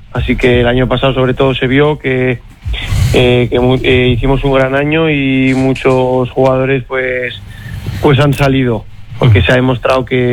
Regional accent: Zaragoza, Aragon, Spain; Vale, pues … soy de Zaragoza y el año pasado fiché por el Baracaldo

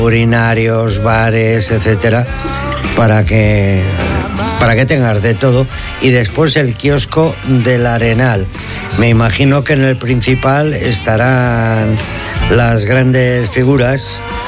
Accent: Táchira, Venezuela; porque John y yo somos gochos

